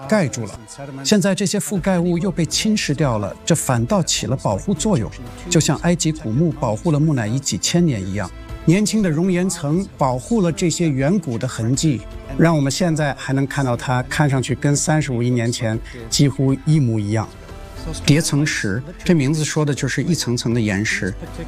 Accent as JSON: {"language": "Chinese", "country": "Canada", "tie": "born or raised there", "moved": "yes", "said": "我在加拿大长大，从小就接触户外露营"}